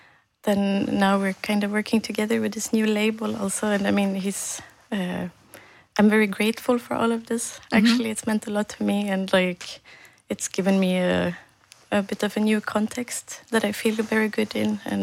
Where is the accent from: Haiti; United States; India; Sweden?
Sweden; northern Sweden; So I grew up in Sweden, or I'm born in Sweden. Mm-hmm. My parents or my family came as Bosnian refugees to Sweden. Mm-hmm. I grew up there in the north of Sweden